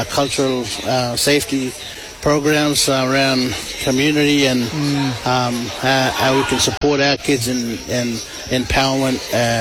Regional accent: Yarrabah, Queensland, Australia; So my father's country, Kookajungan. My mama, Kookajalanji. But I grew up in Yarraba here with the Gurubana people, Kunganji people. Do their dance and languages.

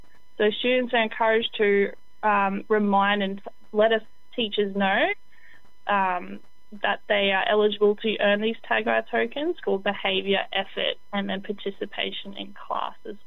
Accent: Redcliffe, Queensland, Australia; moved away as an adult; now in Thursday Island, Australia; I'm originally from Redcliffs in North Brisbane, so Dolphins country down there.

